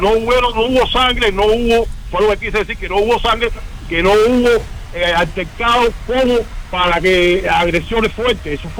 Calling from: Michigan, United States; yo vivo en Michigan, papá.

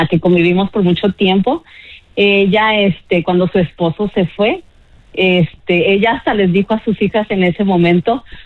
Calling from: Jurupa Valley, California, United States; Estamos de Jurupa Valley.

